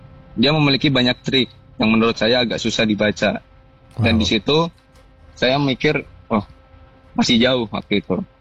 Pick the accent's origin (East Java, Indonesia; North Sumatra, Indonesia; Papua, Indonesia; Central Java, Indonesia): Central Java, Indonesia; Kudus; Saya kan orang Kudus soalnya.